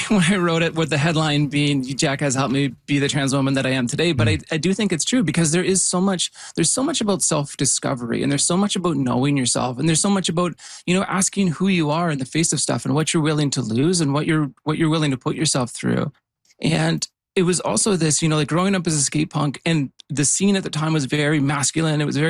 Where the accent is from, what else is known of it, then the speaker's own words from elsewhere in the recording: Yukon, Canada; I grew up in the Yukon